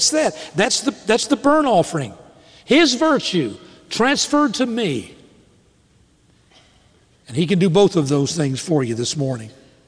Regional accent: Southern United States, United States; I'm a Southerner. All Southerners are required to have some kind of Confederate money somewhere in the house. So we can show it to our Northern brethren when they come to visit.

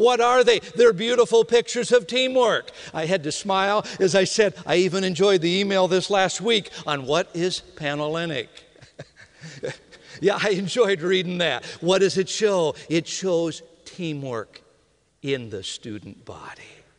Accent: Minnesota, United States; But I tell you, growing up in Minnesota, I always heard people talk about the agricultural days.

